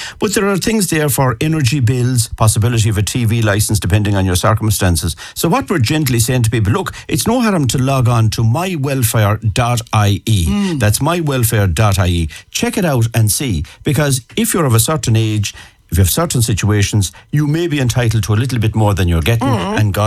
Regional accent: Ireland; And we as an Irish nation are very, very proud

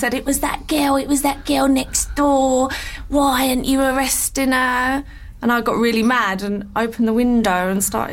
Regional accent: Ireland; I'm Irish

